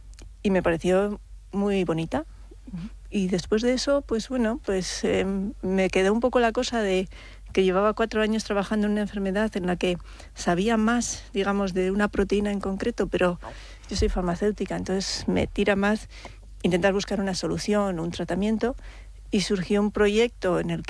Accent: Bilbao, Basque Country, Spain; moved away as an adult; Bueno, es que soy de Bilbao.

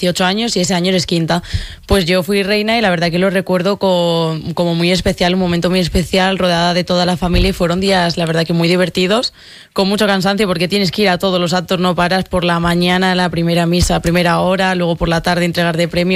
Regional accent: Alaejos, Castile and León, Spain; born or raised there

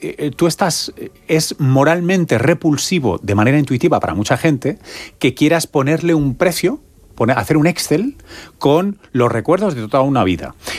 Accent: Tomelloso, Castilla-La Mancha, Spain; El de mi padre, mi familia. … de Tomelloso.

